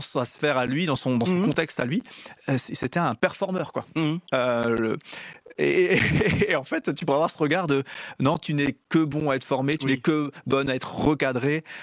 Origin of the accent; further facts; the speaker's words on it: Strasbourg, Grand Est, France; Nous, ce studio est à Strasbourg. Moi, je viens de Strasbourg.